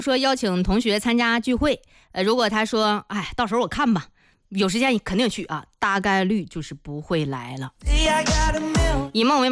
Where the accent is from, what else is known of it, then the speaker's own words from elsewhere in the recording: Zhengding, Hebei, China; 就是咱们正定，咱老家那个吃劲儿不大，真的太熟悉了